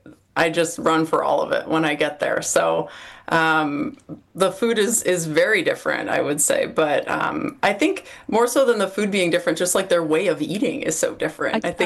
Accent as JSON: {"language": "English", "region": "Midwest", "country": "United States", "also_born_or_lived": "Montpellier, France / Mulhouse, France", "moved": "yes", "said": "I felt like I belonged a little bit more as a Midwesterner."}